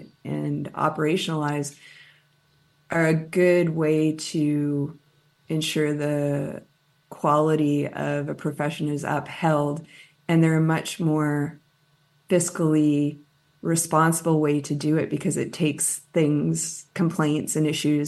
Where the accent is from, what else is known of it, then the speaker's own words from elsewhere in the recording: Fredericton, New Brunswick, Canada; I think my hometown of Fredericton was named a year or two ago the Forest City of Canada.